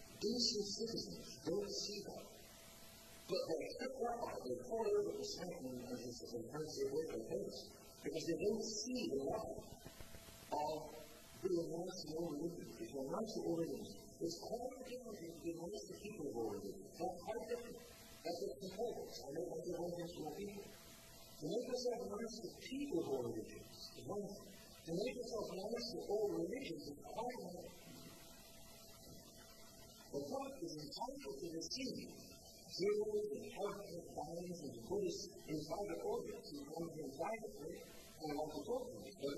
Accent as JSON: {"language": "English", "region": "England", "country": "United Kingdom", "said": "I'm an Englishman"}